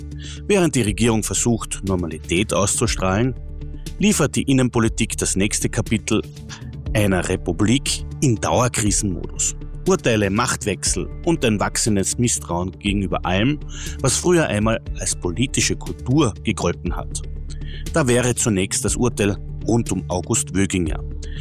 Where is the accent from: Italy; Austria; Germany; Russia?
Austria; Kumpendorf; moved away; ich komme ursprünglich aus Kumpendorf